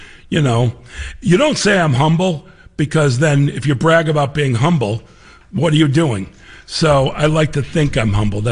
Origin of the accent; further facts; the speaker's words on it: Chicago, Illinois, United States; now in Los Angeles, United States; I'm a Chicagoan, very proud.